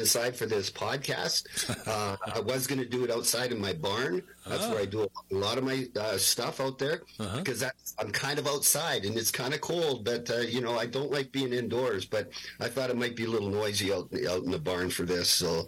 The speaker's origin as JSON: {"language": "English", "country": "Canada", "lives_now": "United States", "said": "I love the States. I'm a Canadian. I'm an American now."}